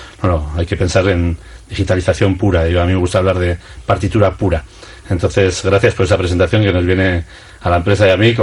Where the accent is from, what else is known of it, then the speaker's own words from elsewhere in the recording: Pamplona, Navarre, Spain; vengo desde Pamplona